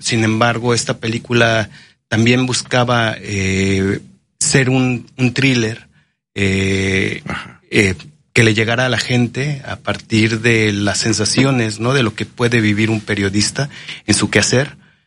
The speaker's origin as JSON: {"language": "Spanish", "region": "Mexico City", "country": "Mexico", "said": "Yo no soy de Veracruz, soy de la Ciudad de México"}